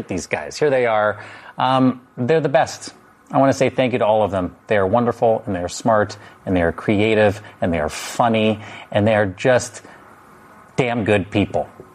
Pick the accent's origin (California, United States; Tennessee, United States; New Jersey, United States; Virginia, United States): California, United States; Los Angeles; to my hometown of Los Angeles.